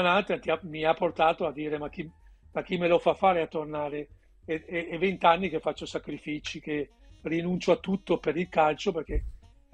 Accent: Veneto, Italy; io da Veneto, all'epoca era appena cioè sempre, io sono cresciuto a pane e terroni, diciamolo, tra i ragazzini nel nostro Veneto, nel nostro quartiere, nel nostro rione

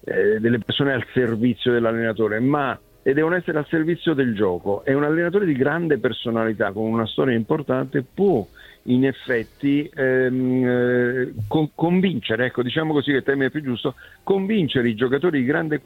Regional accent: Naples, Campania, Italy; io napoletano

